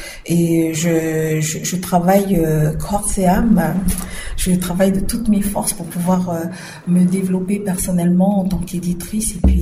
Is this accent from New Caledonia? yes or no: yes; New Caledonia